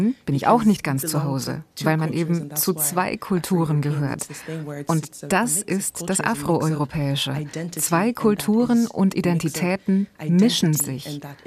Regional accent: Belgium; first language French; German is a second language; Aber ich bin weder im Kongo noch in Martinique geboren, ich bin in Belgien geboren und habe dort Französisch gelernt. Das ist meine Muttersprache.

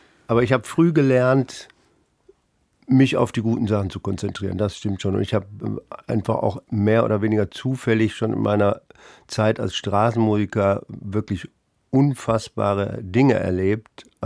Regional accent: Hamburg, Germany; born there; Ich bin in Hamburg geboren, aber sie haben nicht automatisch die deutsche Staatsangehörigkeit angenommen. Und mit 16 hatte ich den Status des heimatlosen Ausländers.

